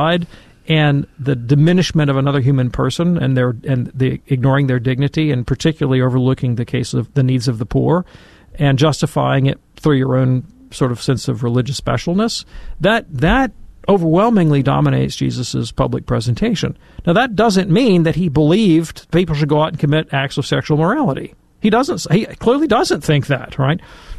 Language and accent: English; Alabama, United States